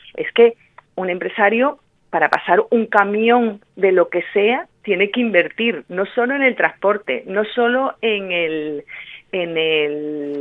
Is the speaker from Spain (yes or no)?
yes; Ceuta, Spain; un parking exclusivo para las mercancías de Ceuta, porque somos españoles.